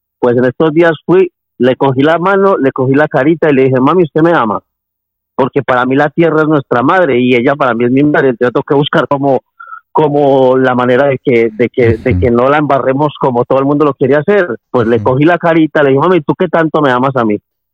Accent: Colombia; yo soy colombiano

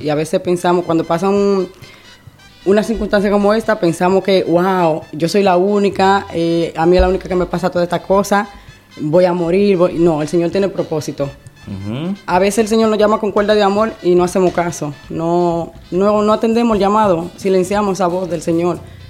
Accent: Dominican Republic; moved away as an adult; now in Zaragoza, Spain; Soy dominicana, como dijo mi hermano.

